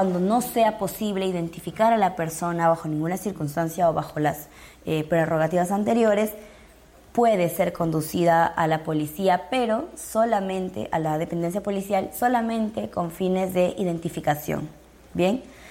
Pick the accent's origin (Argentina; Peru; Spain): Peru